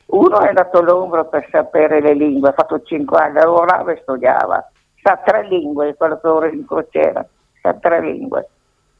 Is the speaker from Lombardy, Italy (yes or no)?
yes; Robecco d'Oglio, Lombardy, Italy; born there; also born or lived in Brescia; now in Piacenza, Italy; Io sono nata a Robeco d'Odo, però i miei genitori sono del Bralboino.